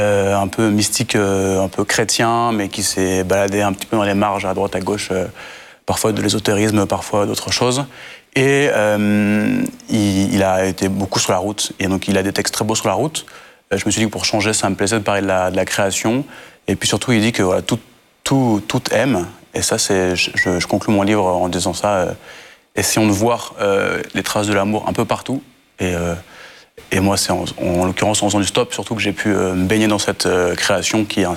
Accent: Vichy, Auvergne-Rhône-Alpes, France; Moi, je suis né en Auvergne, dans l'Allier. J'ai grandi dans l'Allier aussi, entre Clermont et Moulins, à Vichy. J'ai grandi dans une famille chrétienne, une famille catholique

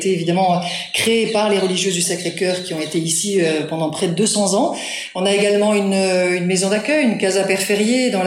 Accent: Nouvelle-Aquitaine, France; Je suis originaire des Landes, du Sud-Ouest, où j'ai travaillé 4 ans pour l'enseignement catholique, en Gironde à la direction diocésaine.

